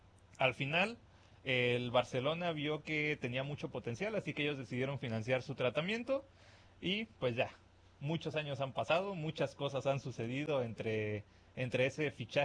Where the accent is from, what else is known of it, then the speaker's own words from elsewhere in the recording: Mexico; Pues somos mexicanos, bueno, soy mexicano